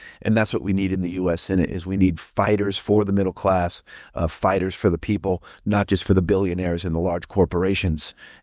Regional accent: Council Bluffs, Iowa, United States; He won my hometown and community of Council Bluffs by 10 points, and I was able to win my district by nearly 6 points. And that was 50% more overperformance than any other Democrat in the state. I am born in a place called Council Bluffs, Iowa

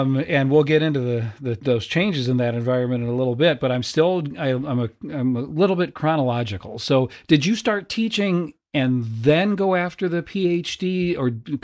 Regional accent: Rock Island, Illinois, United States; I grew up on on Augustana's campus.

